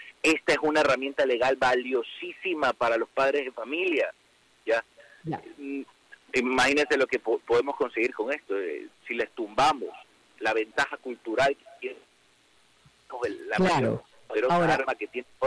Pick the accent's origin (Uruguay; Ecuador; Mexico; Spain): Ecuador; Miren, en estos momentos nosotros como ecuatorianos tenemos que identificar